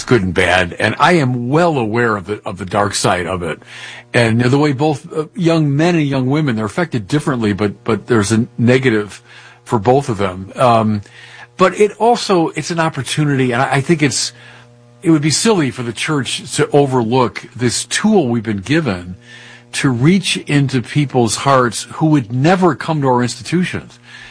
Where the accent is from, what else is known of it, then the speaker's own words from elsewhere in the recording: Midwest, United States; moved away; This is like coming home to me because I'm a Midwesterner.